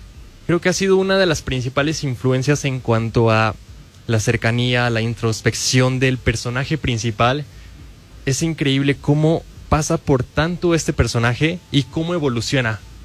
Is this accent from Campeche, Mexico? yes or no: no; Puebla, Mexico; Yo soy de Puebla.